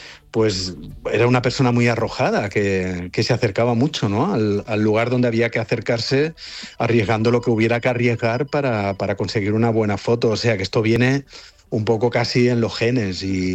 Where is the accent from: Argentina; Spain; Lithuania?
Spain; porque somos españoles